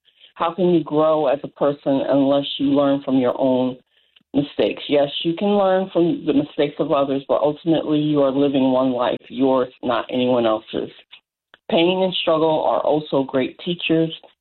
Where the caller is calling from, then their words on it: Raleigh, North Carolina, United States; I'm actually calling from Raleigh, but I am in North Carolina.